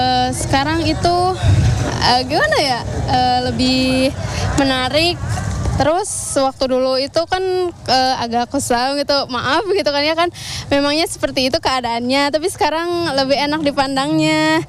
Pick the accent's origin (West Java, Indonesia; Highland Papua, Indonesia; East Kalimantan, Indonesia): West Java, Indonesia; Sukabumi; Aku dari Sukabumi tapi lagi main di Cipayung, Jakarta.